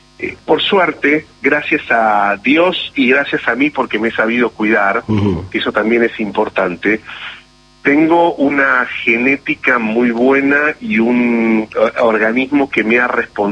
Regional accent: Río Cuarto, Córdoba, Argentina; born there; Yo nací en Río Cuarto, al sur de la provincia de Córdoba.

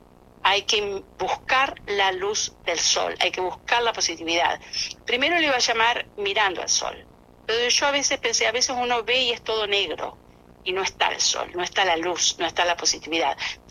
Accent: Trenque Lauquen, Buenos Aires Province, Argentina; Yo soy de Trenquelauquen

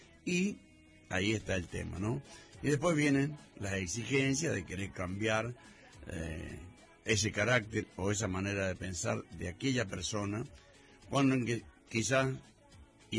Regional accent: Argentina

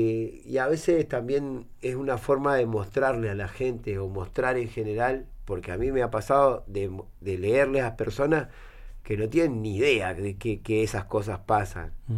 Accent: Río Gallegos, Santa Cruz, Argentina; De acá, de Río Gallegos. Nací.

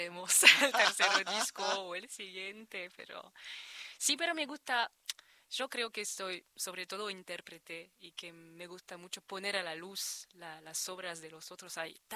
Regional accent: France; accent: French; Spanish is a second language; ya tengo ese tono francés.

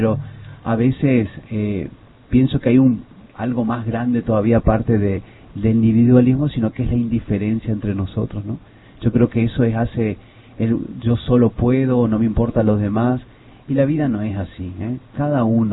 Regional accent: Argentina; para nosotros como pueblo argentino

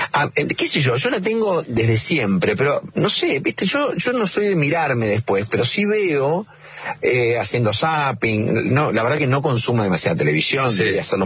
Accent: Córdoba, Argentina; born there; En la ciudad de Córdoba.

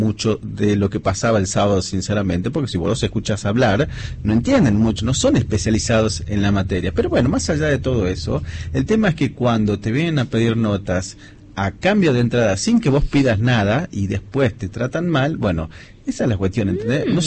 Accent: Tucumán, Argentina; como muchos tucumanos y tucumanas, en la casa

